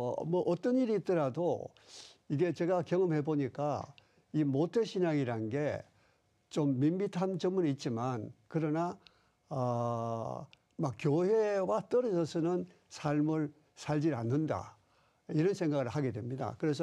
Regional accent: Daegu, South Korea; moved away as an adult; 저는 그 고향이 대구입니다. 대구에서 고등학교까지 졸업하고 대학을 서울로 진학했습니다.

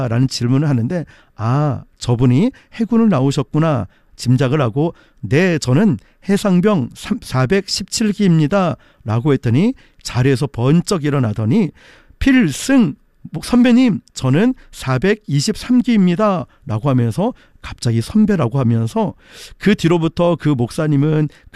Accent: Geoje, South Gyeongsang, South Korea; also born or lived in Yeongwol, Gangwon; 저는 강원도 영월에서 태어났고 학창시절은 거제도에서 보냈고

